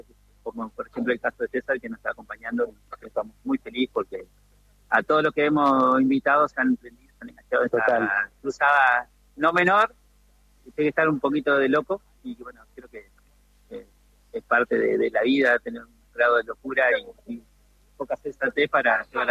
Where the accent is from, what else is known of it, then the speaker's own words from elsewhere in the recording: Viale, Entre Ríos, Argentina; born there; now in Paraná, Argentina; yo estoy acá a 50 kilómetros, donde nací en Viales, tengo un pequeño lugar donde procesamos la carne